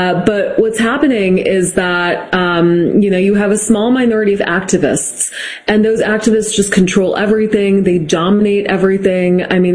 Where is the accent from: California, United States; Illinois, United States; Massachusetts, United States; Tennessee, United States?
Massachusetts, United States; I mean, I'm from Massachusetts, which actually does have very good schools, despite them being like off the rails crazy.